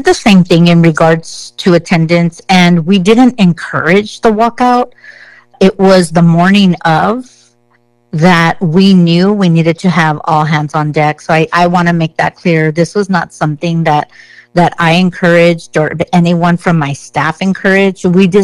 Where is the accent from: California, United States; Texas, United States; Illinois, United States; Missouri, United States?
California, United States; Los Angeles; moved away; I'm from Los Angeles, so I go back there a lot.